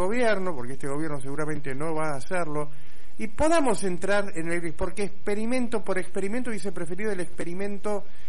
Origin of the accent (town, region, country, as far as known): Argentina